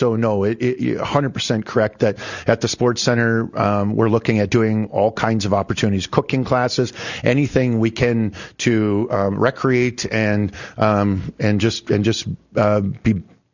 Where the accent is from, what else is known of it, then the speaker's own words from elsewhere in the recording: Fargo, North Dakota, United States; Because I grew up in North Fargo